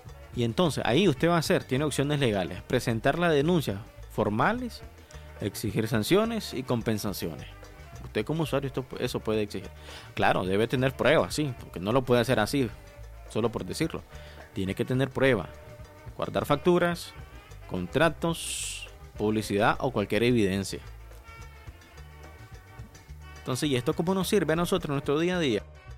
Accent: Nicaragua; como los nicaragüenses, somos orgullosos

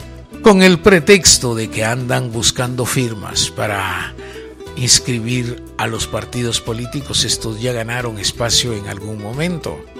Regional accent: Guatemala; somos guatemaltecos conscientes

